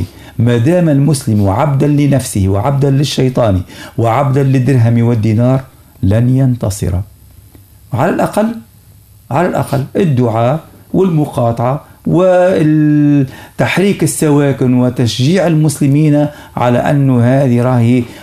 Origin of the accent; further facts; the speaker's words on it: Tunisia; عندنا في تونس